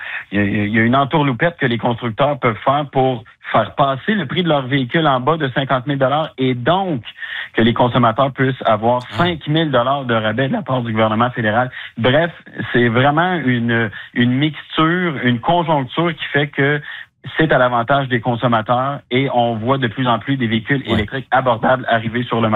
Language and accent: French; Quebec, Canada; Chez nous, au Québec, on voit pour différentes raisons que l'engouement est là pour ces véhicules-là.